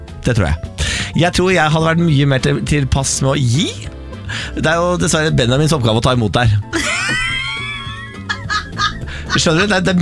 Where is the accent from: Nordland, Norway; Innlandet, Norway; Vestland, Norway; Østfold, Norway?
Østfold, Norway; Jeg er fra Østfold